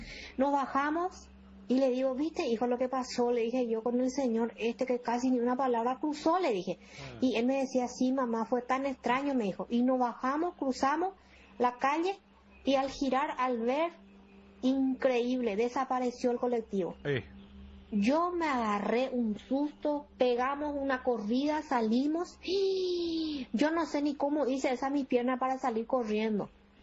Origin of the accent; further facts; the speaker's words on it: San Vicente, Asunción, Paraguay; nosotros somos de San Vicente, el trayecto era muy largo, desde la terminal de ómnibus teníamos que llegar hasta el mercado 4.